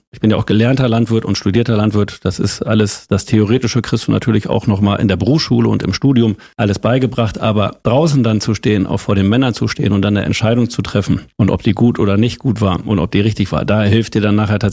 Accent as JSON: {"language": "German", "town": "Holthusen", "region": "Lower Saxony", "country": "Germany", "tie": "born or raised there", "said": "Richtig, also unser Bauernhof, auf dem wir aufgewachsen sind, oder ich aufgewachsen bin in Holthusen 1, Lüneburger Heide, das ist so ein typischer Bauernhof gewesen"}